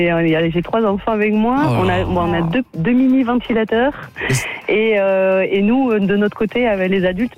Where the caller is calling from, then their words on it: Nouvelle-Aquitaine, France; J'habite à Montmas, à côté de Pau.